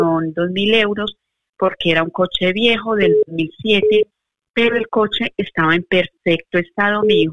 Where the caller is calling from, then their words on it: Valencia, Valencian Community, Spain; llamo desde Valencia.